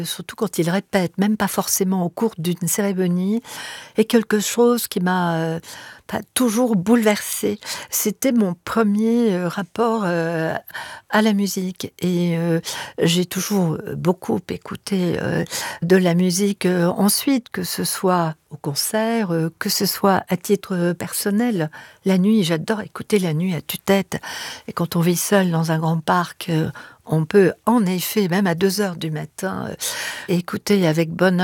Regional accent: Dinard, Brittany, France; lorsque j'étais enfant, j'écoutais de l'orgue dans l'église de ma ville natale à Dinard

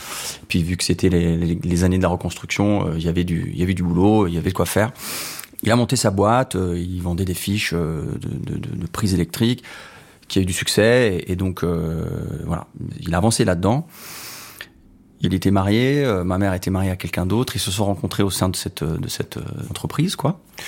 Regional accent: Turin, Piedmont, Italy; born there; Histoire de famille. Hein. Donc moi, je suis né en 81 à Turin. Mais en fait, depuis quelques années déjà, mes parents voyageaient par le monde, de par le travail de mon père.

